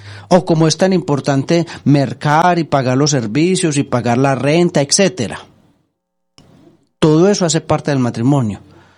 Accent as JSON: {"language": "Spanish", "region": "Antioquia", "country": "Colombia", "said": "Voy a decir un dicho muy antioqueño de acá de mi tierra."}